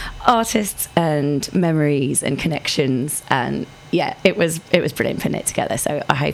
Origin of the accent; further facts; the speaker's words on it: Plymouth, South West England, United Kingdom; So growing up in Plymouth with my family.